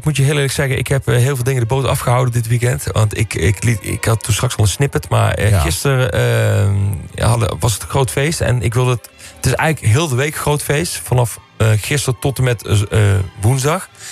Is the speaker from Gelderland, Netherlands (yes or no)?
no; Oss, North Brabant, Netherlands; Dicht in de buurt van waar ik vandaan kom. Ik kom uit Os, dus een half uurtje rijden.